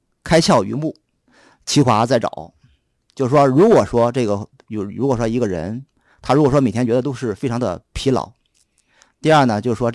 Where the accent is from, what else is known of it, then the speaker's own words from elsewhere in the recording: Shandong, China; 那么我老家山东是被誉为这个食物中毒率发生率最高的省份